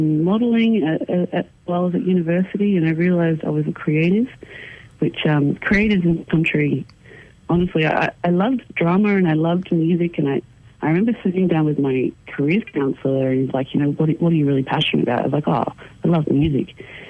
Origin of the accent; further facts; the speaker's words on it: Metung, Victoria, Australia; Meetung, it's a water lake district in East Gippsland in Victoria.